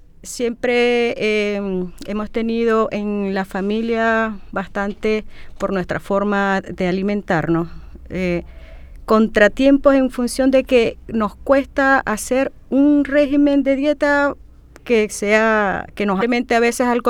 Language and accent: Spanish; Venezuela; now in Santiago, Chile; Soy venezolana.